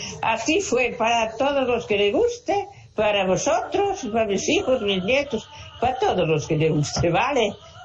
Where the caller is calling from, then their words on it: Salcedo, Galicia, Spain; de Salcedo.